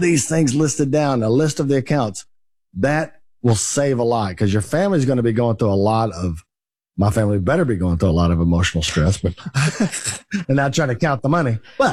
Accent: Texas, United States

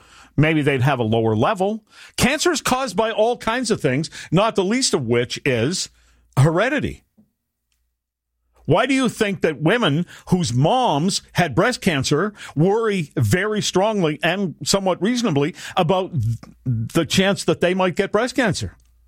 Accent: Ireland; that and being Irish, I'd like to fight with you on that, but I won't.

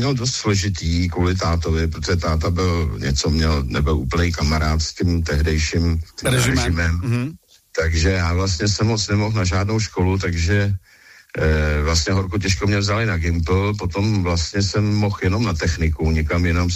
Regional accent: Rokycany, Plzeň Region, Czechia; teď jsme zrovna hráli v Rokycanech, odkud pocházím

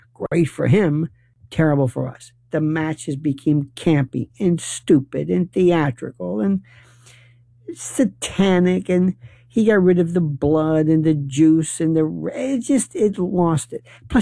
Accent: Tampa, Florida, United States; I grew up initially, which makes kind of no sense, but I grew up in Florida or Tampa. Not Tampa Bay, Tampa.

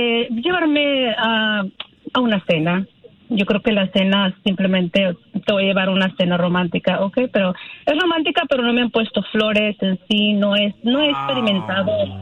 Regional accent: Jalisco, Mexico

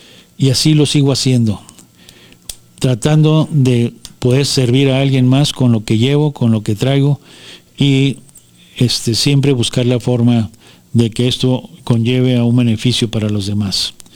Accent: Mexico; No dejemos de declinar que somos mexicanos.

